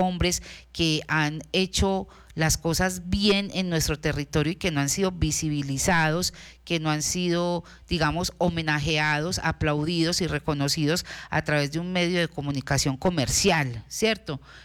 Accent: Paisa region, Colombia; somos paisas, berracos y echados para adelante

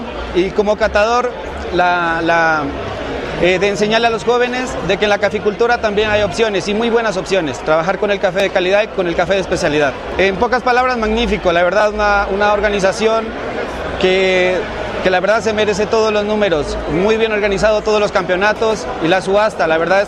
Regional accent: La Unión, Nariño, Colombia; soy del municipio de La Unión Nariño, de la vereda Buenos Aires.

